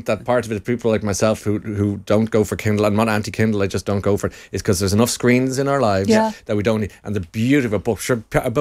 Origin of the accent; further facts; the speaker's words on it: London, United Kingdom; I grew up in London and then a London overspill town, and back in the 70s, the mothers kept fierce order.